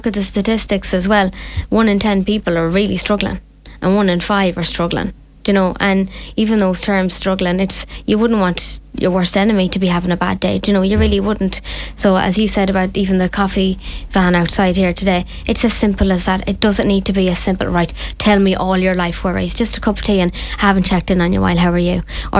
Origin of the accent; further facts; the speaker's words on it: Ireland; as Irish people, the first thing you say to someone is, how are you?